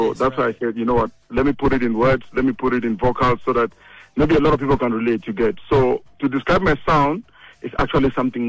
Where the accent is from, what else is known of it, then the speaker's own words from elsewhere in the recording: Cameroon; moved away; I'm from Cameroon